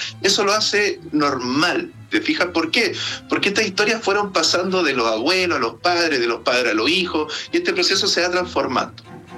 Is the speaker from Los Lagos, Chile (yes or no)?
yes; Los Lagos, Chile; Entonces yo me siento identificado porque mucha parte de mi infancia yo la viví en Chiloé.